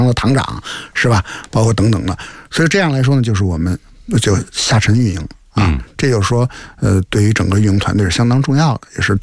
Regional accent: northern China, China

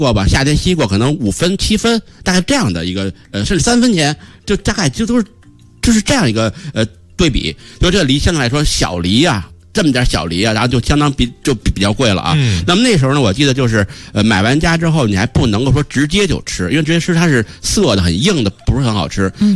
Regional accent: Beijing, China; 我们北京人就从小就烤白薯

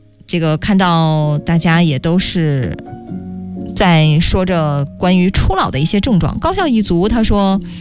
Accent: Northeast China, China; now in Beijing, China; 已经作为一个东北人在北京，

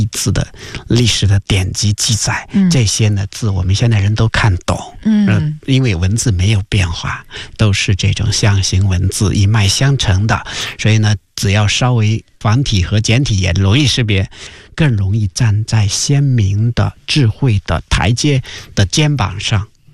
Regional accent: China; 对于我中国人来说

